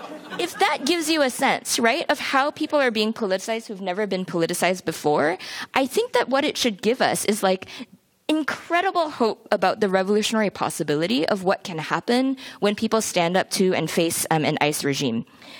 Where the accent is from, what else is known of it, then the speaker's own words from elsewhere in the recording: California, United States; As a Californian